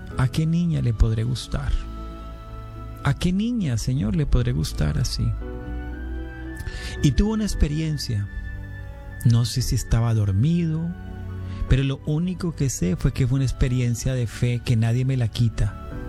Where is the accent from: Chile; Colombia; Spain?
Colombia; Cali, Valle del Cauca; born there; Nací en Cali Valle, Colombia, hijo de una adolescente de 14 años, mi madre, y un adolescente de 19 años, mi padre. Ellos oriundos de un departamento